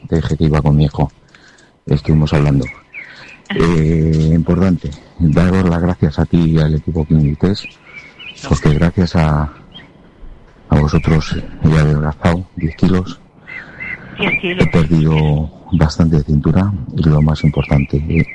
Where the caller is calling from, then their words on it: Madrid, Community of Madrid, Spain; Buenos días, José Antonio. … de Carabanchel.